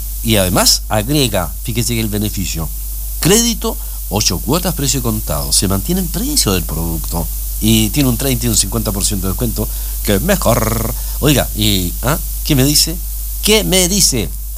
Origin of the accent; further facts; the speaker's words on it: Chile; Así somos los chilenos